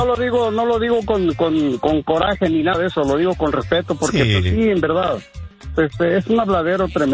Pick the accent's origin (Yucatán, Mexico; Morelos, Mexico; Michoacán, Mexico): Michoacán, Mexico; Sahuayo; moved away; De mi pueblo, Sahuayo, Michoacán.